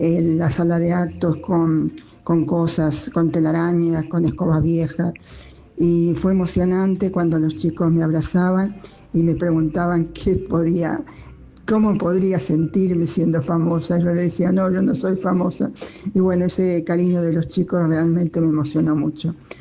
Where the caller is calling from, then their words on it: Lanús, Buenos Aires Province, Argentina; de Lanús.